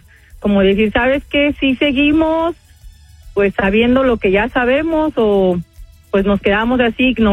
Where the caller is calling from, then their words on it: Colorines, State of Mexico, Mexico; Soy de un pueblito que se llama Colorines, de Valle de Bravo, Estado de México